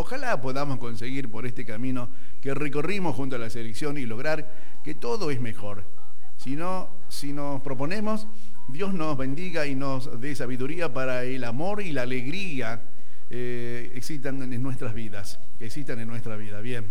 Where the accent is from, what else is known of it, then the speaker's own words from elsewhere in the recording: Argentina; sentí una alegría como argentino.